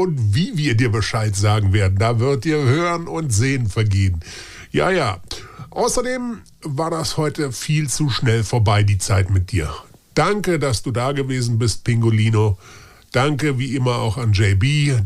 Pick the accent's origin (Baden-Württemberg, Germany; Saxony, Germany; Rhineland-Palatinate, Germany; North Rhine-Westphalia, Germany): Baden-Württemberg, Germany; born or raised there